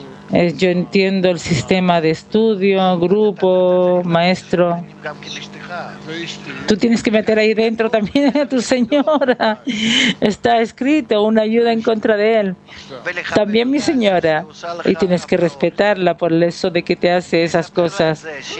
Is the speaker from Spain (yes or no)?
no; Chicago, Illinois, United States; Spanish is a second language; Hola a todos. … soy de Chicago.